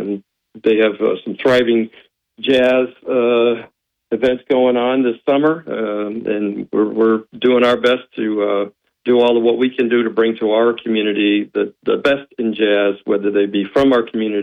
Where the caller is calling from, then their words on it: Mahwah, New Jersey, United States; I'm calling from Mahwah, New Jersey today.